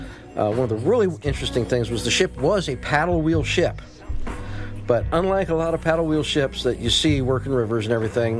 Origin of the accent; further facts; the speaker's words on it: California, United States; also born or lived in Alaska; I mean, I was born and raised in California, did 10 years in Alaska, and when I first came to Georgia, it was like, this is where I belong.